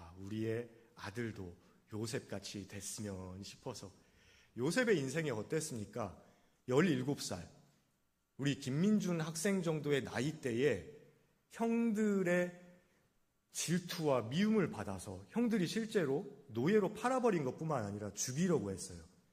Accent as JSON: {"language": "Korean", "region": "Jeolla", "country": "South Korea", "accent": "Jeolla dialect", "said": "저는 전라도 사투리로"}